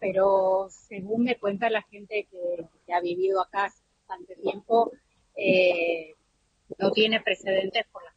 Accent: Bahía Blanca, Buenos Aires Province, Argentina; moved away as an adult; now in Ceuta, Spain; No soy cordobesa, soy de Bahía Blanca.

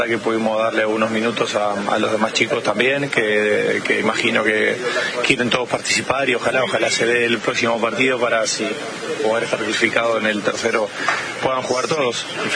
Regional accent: Argentina; Dirán que porque soy argentino lo digo

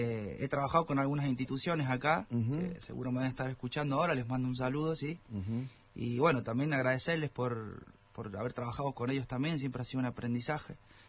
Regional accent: Jáchal, San Juan, Argentina; moved away as an adult; yo he nacido acá en Hachal, soy acá nativo de Hachal, he estado trabajando en Córdoba y en la capital de San Juan. Pero bueno, soy nativo de acá de Hachal, tengo mi familia acá en Hachal.

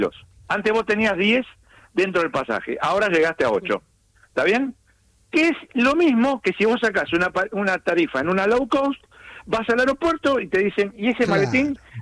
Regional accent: Argentina; Y ahora sí voy a hablar, soy argentino yo también, de los argentinos.

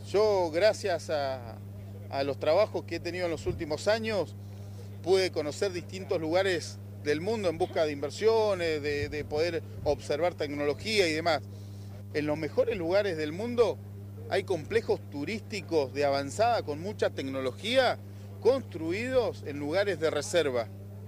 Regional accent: Santa Cruz, Argentina; yo quiero mi patria, yo quiero mi tierra, yo soy argentino, soy santacruceño, amo mi provincia

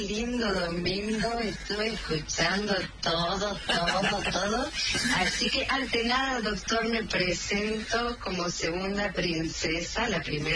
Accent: Banfield, Buenos Aires Province, Argentina; now in San Vicente, Argentina; Yo, bueno, zona sur, yo me crié en Banfield.

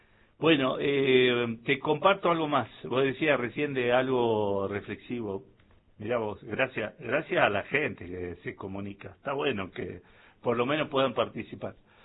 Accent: Argentina; la herencia de valores de pasión y de genialidad, la que nos define a los argentinos.

